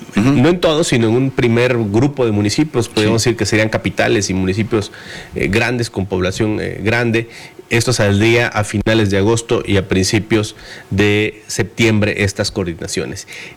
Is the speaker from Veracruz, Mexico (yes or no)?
yes; Minatitlán, Veracruz, Mexico; La mejor comida del mundo está ahí en mi pueblo, en Minatitlán.